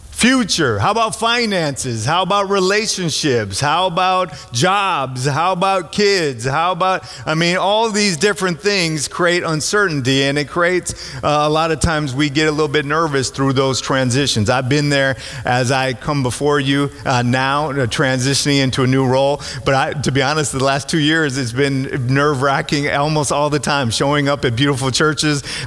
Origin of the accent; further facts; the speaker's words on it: Minnesota, United States; I grew up in Minnesota, and my dad is a Jewish atheist.